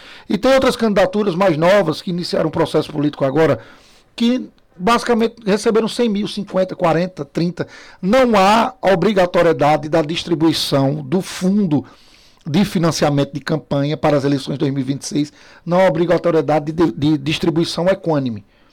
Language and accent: Portuguese; Caruaru, Pernambuco, Brazil; bairristas nós somos de Caruaru